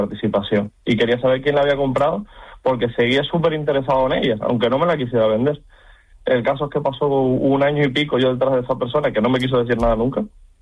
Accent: Canary Islands, Spain; me considero un canario completo, o sea, miro por y para Canarias en todo lo

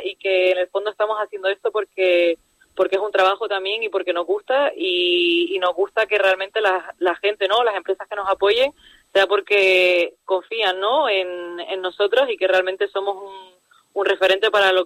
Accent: Canary Islands, Spain; moved away as an adult; also born or lived in Hong Kong; nací y crecí en Gran Canaria

